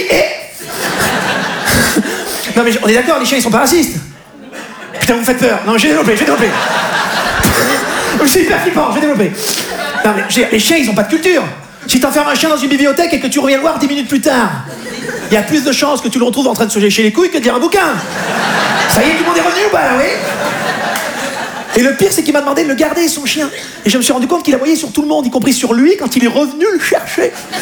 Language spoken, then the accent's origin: French; South-West France, France; Moi, je viens du sud-ouest de la France, d'accord?